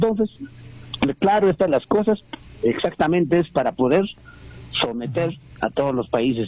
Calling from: Juliaca, Puno, Peru; aquí de Juliaca.

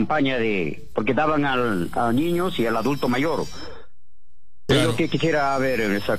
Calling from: Cajamarca, Peru; aquí en Cajamarca.

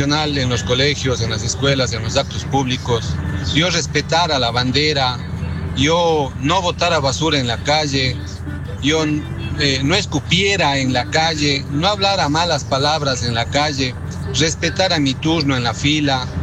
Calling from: Ecuador; yo fuera orgulloso de ser ecuatoriano, sería un mejor ecuatoriano.

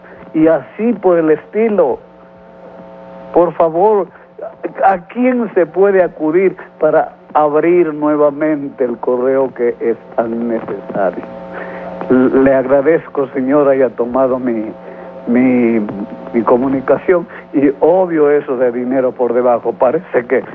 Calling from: Ecuador

